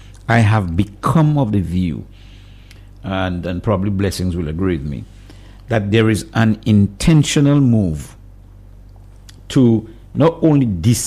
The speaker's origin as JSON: {"language": "English", "country": "Dominica", "tie": "born or raised there", "said": "I tell people I was raised in Kulibistri in a place called Gwanlaku."}